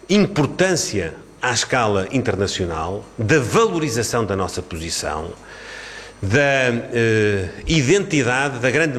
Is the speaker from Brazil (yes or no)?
no; Portugal; apenas me parece, como cidadão, como português e como Primeiro-Ministro, que todos temos uma responsabilidade